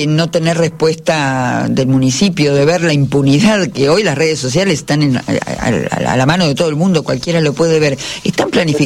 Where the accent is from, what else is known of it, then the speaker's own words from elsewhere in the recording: Nogoyá, Entre Ríos, Argentina; de Nogoyá en Entre Ríos.